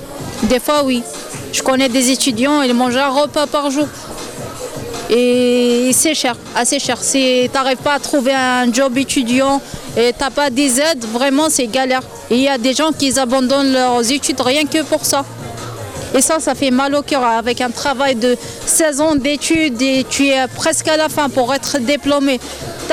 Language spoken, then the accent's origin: French; Algeria; moved away; Moi je suis algérienne de base.